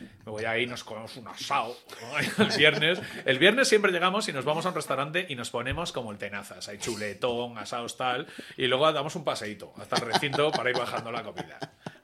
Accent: Vegadeo, Asturias, Spain; está a 30 kilómetros casos de mi pueblo de Asturias, de Vegadeo

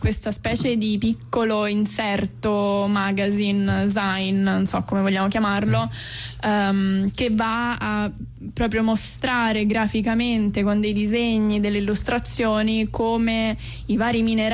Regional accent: Rome, Lazio, Italy; also born or lived in London; tranne me, che sono di Roma e vengo da Roma e sto a Roma.

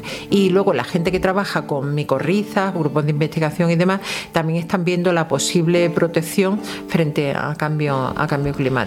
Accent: Melilla, Spain

